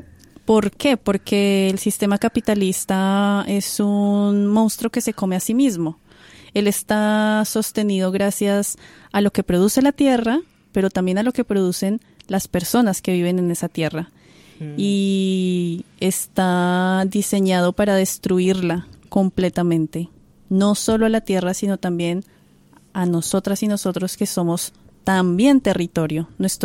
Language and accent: Spanish; Colombia